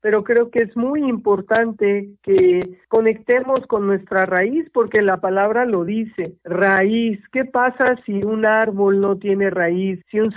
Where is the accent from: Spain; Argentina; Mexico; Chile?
Mexico; lo que somos como mexicanos